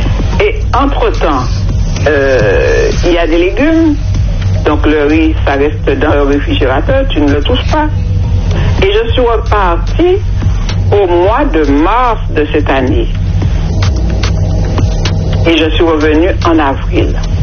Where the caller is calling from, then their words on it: Rivière-Pilote, Martinique; Moi, j'habite à Rivière-Pilote.